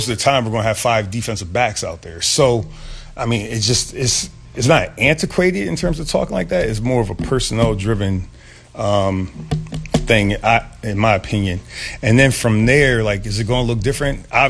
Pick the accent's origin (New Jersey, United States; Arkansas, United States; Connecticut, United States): Connecticut, United States; Waterbury; here I'm a kid from Waterbury, Connecticut.